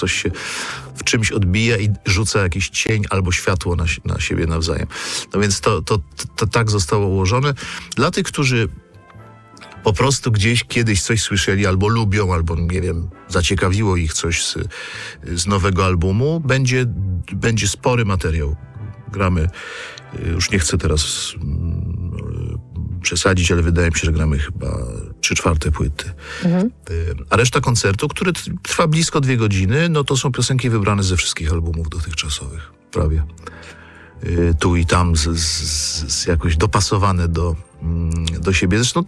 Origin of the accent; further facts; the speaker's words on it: Kraków, Lesser Poland, Poland; przyznajemy się do tego Krakowa, chociaż już tylko ja i Szczerba jesteśmy z Krakowa w zespole